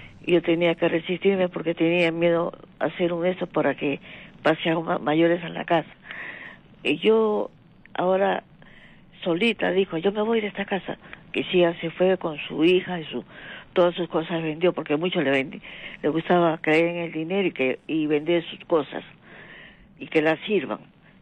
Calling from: Rímac, Lima, Peru

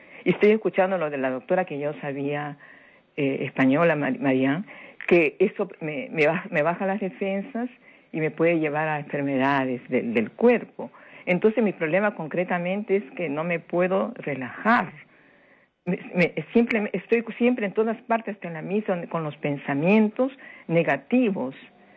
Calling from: Lima, Peru; Le saluda … desde San Martín de Porres.

